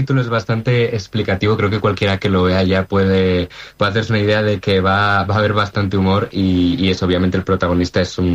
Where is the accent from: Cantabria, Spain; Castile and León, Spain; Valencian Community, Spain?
Castile and León, Spain; Ponferrada; moved away as an adult; now in Madrid, Spain; Bueno, yo soy nativo de Ponferrada, nací allí. Y he vivido toda mi vida ahí prácticamente hasta que, bueno, me he tenido que ir a estudiar fuera. Y ahora mismo resido en Madrid